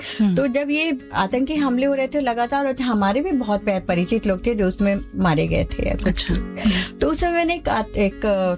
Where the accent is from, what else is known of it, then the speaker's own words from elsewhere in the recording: Rajasthan, India; हम लोग मारवाड़ी हैं